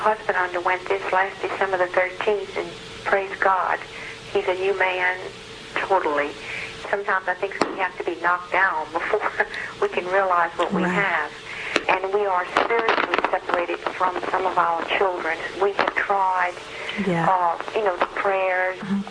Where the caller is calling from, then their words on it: Louisiana, United States; I'm calling you from South Louisiana